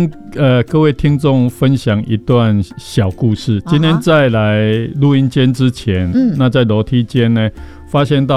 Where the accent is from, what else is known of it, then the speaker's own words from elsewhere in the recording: Taiwan; 因为我是来自乡下，我小时候的童年都在乡下，在农村里面长大